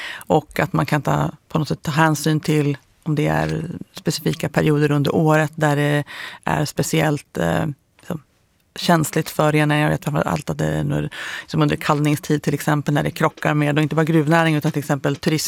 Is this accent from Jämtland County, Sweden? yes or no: yes; Jämtland County, Sweden; Jag är ju uppväxt i Jämtlandsfjällen och har fiskat där mycket.